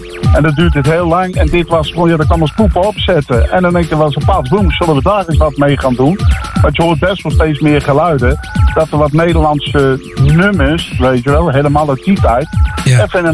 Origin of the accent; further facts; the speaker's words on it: Utrecht, Netherlands; Ik kom uit Utrecht.